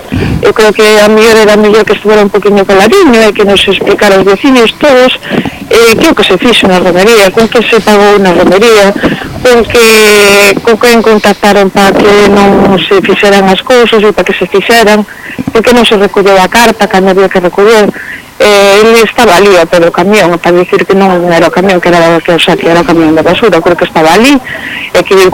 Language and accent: Galician; Arcos, Galicia, Spain; presumimos de que os pulperos somos de Arcos, Arcos é maravilloso